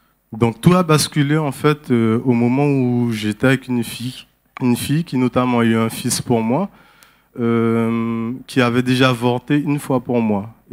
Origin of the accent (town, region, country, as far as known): French Guiana; born there